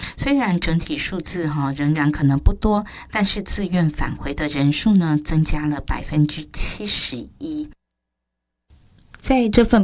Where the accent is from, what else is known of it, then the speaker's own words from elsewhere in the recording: Taiwan; 我觉得我们台湾人性情很善良